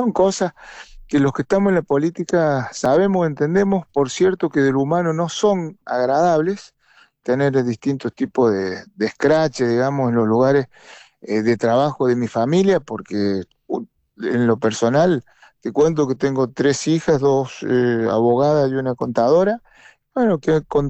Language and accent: Spanish; San Luis, Argentina; moved away as an adult; En San Luis yo soy una persona que soy hijo de San Luis, o sea, mis abuelos, todos somos de San Luis